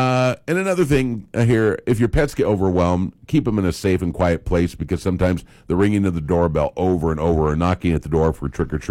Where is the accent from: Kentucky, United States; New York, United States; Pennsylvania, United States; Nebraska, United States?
Nebraska, United States; Grand Island; I grew up in Grand Island.